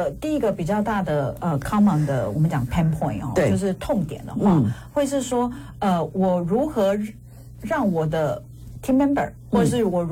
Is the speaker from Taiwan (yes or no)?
yes; Taiwan; 我们台湾人